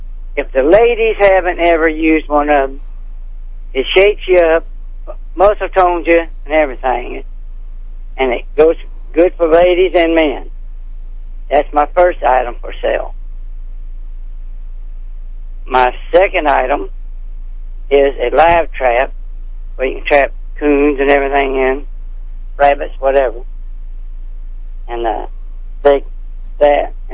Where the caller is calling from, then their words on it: Franklin, Missouri, United States; I'm calling from Franklin, Missouri.